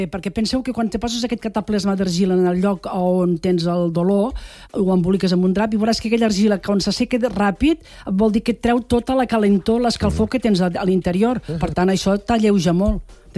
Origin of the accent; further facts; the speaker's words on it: Puigverd d'Agramunt, Catalonia, Spain; now in Arbeca, Spain; jo, a veure, soc arbequina d'adopció, eh? Ah. Jo soc de Puigverd de Gramunt.